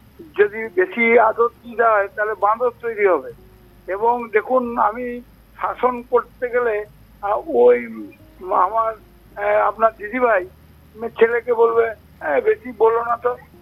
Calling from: Budbud, West Bengal, India

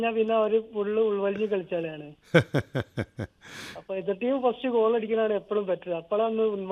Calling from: Kerala, India; ഞാൻ ഫറൂഖ് കോളേജാണ്.

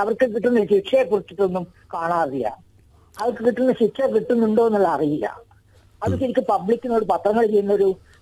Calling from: Thiruvananthapuram, Kerala, India; ട്രിവാൻഡ്രത്തിൽ നിന്നാണ് വിളിക്കുന്നത്.

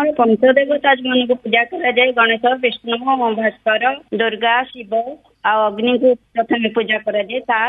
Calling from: Jeypore, Odisha, India; ମୁଁ ଜୟପୁରରୁ କହୁଛି

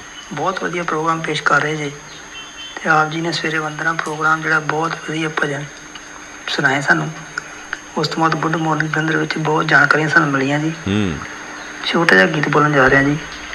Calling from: Amritsar, Punjab, India; ਮੈਂ ਅੰਮ੍ਰਿਤਸਰ ਤੋਂ … ਬੋਲ ਰਿਹਾ ਜੀ।

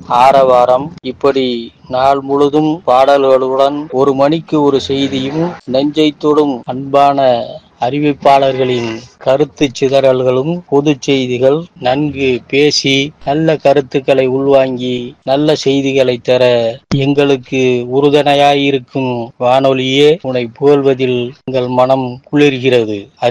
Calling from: Keeranur, Tamil Nadu, India; புதுக்கோட்டை மாவட்டம் கீரனூர்

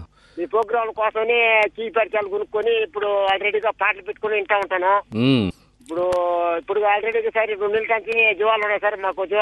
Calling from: Tirupati district, Andhra Pradesh, India; మా ఊరు సరే, మా ఊరు వచ్చే తిరుపతి జిల్లా డక్కిల మనం ఎలికి గ్రామము.

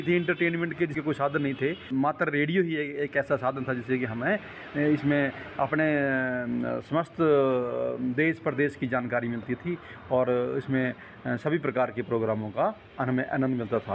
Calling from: Kangra district, Himachal Pradesh, India; और मैं गांव कछेड़ा तहसील जसिमपुर जिला कांगड़ा का रहने वाला हूं।

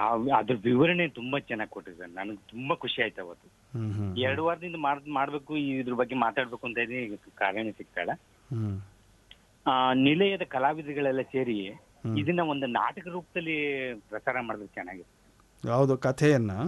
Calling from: Mandya, Karnataka, India

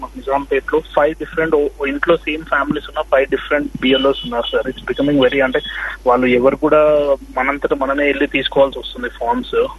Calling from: Hyderabad, Telangana, India; నేను హైదరాబాద్ నుంచి మాట్లాడుతున్నాను.

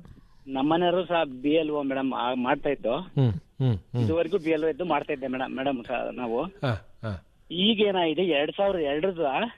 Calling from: Karnataka, India

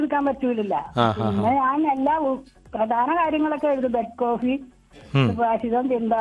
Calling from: Aluva, Kerala, India; ഞാൻ ആലുവ.

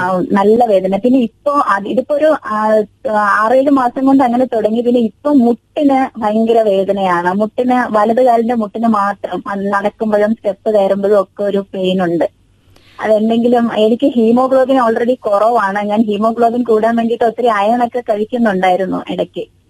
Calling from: Thiruvananthapuram, Kerala, India; തിരുവനന്തപുരത്ത് നിന്നാണ്.

